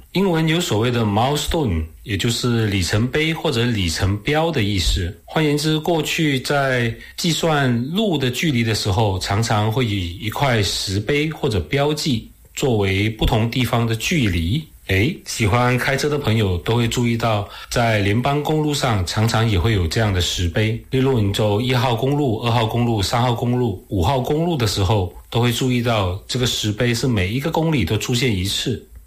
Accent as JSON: {"language": "Chinese", "country": "Malaysia", "said": "我们马来西亚人"}